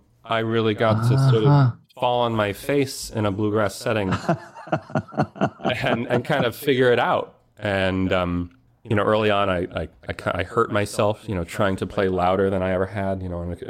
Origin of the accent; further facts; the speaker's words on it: Texas, United States; moved away; growing up in Texas, I didn't get to look at snow that often.